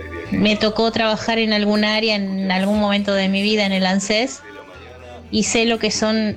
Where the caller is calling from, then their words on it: Buenos Aires, Argentina; de Caballito